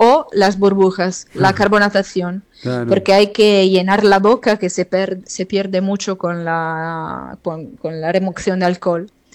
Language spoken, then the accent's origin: Spanish; Turin, Piedmont, Italy; Torino, el centro.